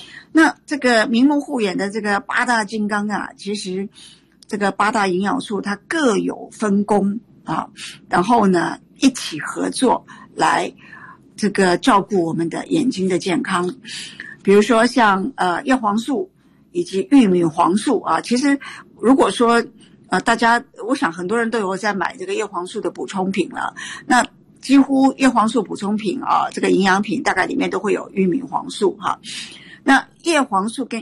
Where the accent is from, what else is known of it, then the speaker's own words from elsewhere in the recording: Taiwan; 我们在台湾，我们台湾人很糟糕的从小很多人就四眼田鸡